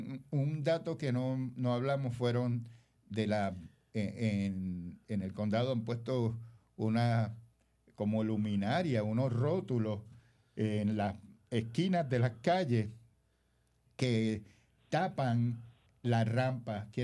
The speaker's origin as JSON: {"language": "Spanish", "town": "Mayagüez", "country": "Puerto Rico", "said": "Somos del área de Mayagüez"}